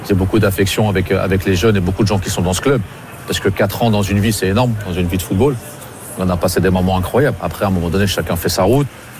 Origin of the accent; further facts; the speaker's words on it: Normandy, France; Nous, on est des Hauts Normands et Caen est en Basse Normandie. Nous, c'est le Havre Rouen, le vrai derby, c'est pas le Havre Caen.